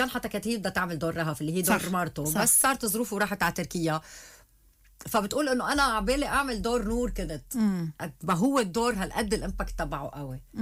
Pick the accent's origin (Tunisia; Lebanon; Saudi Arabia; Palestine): Lebanon; لما بفكروا انه بنات عندنا بلبنان الممثلات بيطلعوا بيحكوا حكي وشكلهم بس حلو، لا مش كلهم هيك.